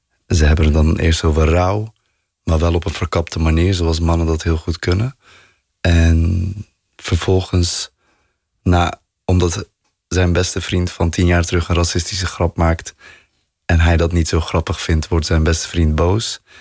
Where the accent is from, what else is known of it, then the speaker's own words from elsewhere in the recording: Bergen op Zoom, North Brabant, Netherlands; moved away; Maar ik heb een hele diepe liefde voor Bergen op Zoom. De plek waar ik ben opgegroeid.